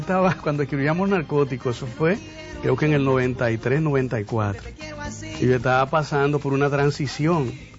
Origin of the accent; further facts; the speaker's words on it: Jaquimeyes, Barahona, Dominican Republic; born there; mi pueblo de Jaquimey.